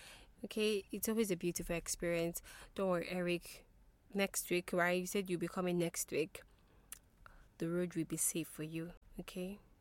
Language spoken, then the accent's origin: English; Nigeria; It's just a lot being a Nigerian right now, but God will help us.